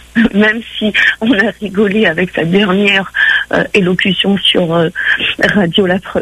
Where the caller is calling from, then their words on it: Nouvelle-Aquitaine, France; Oui, je vous appelle de la Charente-Maritime.